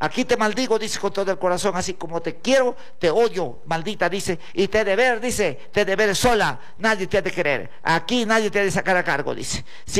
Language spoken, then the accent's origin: Spanish; Huancabamba, Piura, Peru; born there; Desde mi provincia de Huancabamba, Cerro Cachacoto, Toluce, mi tierra bendita que me vio nacer